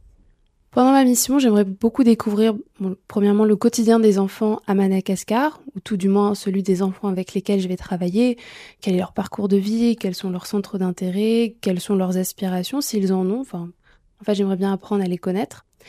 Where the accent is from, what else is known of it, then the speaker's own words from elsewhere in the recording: Hauts-de-France, France; j'ai 22 ans et je suis française et originaire des Hauts-de-France.